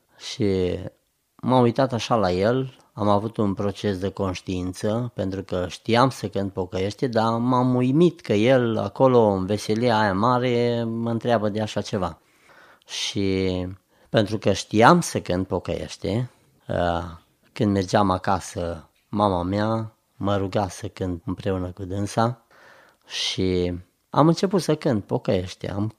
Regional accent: Bihor County, Romania; born there

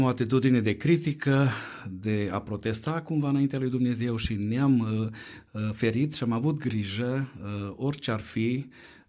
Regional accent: Satu Mare, Satu Mare County, Romania; moved away as an adult; now in Genappe, Belgium; Suntem originari din Satu Mare, dar de circa 16 ani suntem în Belgia, prin harul lui Dumnezeu.

